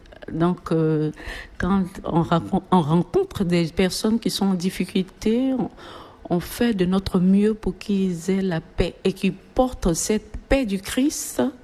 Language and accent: French; Abidjan, Côte d’Ivoire; moved away as an adult; now in Castres, France; j'ai vécu à Abidjan depuis ma naissance.